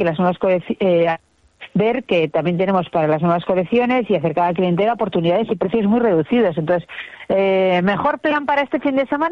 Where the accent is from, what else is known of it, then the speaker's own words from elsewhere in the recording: Bilbao, Basque Country, Spain; ya sabes que somos de Bilbao y que aquí el tiempo puede ser bueno, puede ser malo